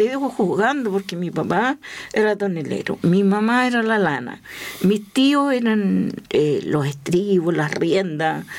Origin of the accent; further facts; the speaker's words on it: Villa Alegre, Maule, Chile; yo soy de nací y criada en Villa Alegre.